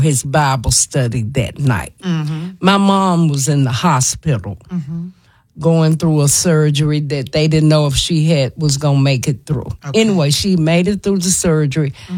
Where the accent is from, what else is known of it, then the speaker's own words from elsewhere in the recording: Memphis, Tennessee, United States; I'm from South Memphis.